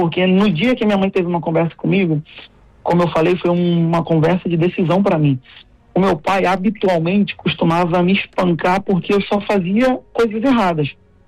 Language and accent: Portuguese; Brazil; moved away; eu vim do Brasil para poder ajudar minha família